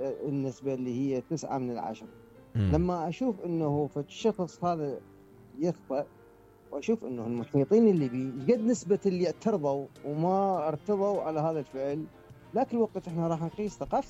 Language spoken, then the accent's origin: Arabic; Iraq; moved away; also born or lived in Taiwan; انا كعراقي من طلعت من العراق رحت هناك تايوان